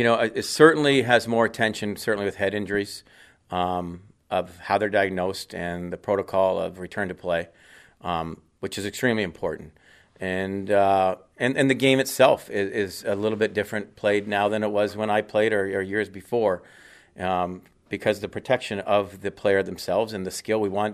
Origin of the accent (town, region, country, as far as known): Chatham, Ontario, Canada; born or raised there